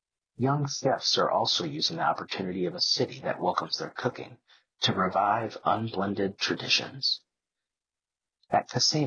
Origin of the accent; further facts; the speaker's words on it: Brooklyn, New York, United States; now in Austin, United States; I'm from Brooklyn. I get nervous when I'm too far from the nearest Talua, Vietnamese pork sausage.